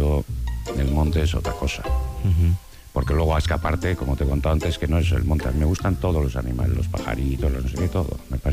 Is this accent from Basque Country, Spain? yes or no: yes; Bilbao, Basque Country, Spain; Deusto, yo nací en Deusto, estudié en la Salle de Deusto, y luego cuando se hizo la urbanización Umbemendi, pues yo que tendría 11 años así, por ahí 12, pues mis padres compraron una casa ahí.